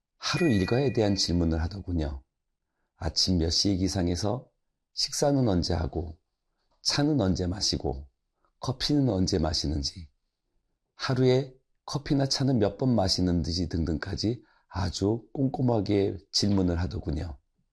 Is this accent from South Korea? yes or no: yes; South Korea; moved away as an adult; now in India; 나는 한국 사람이고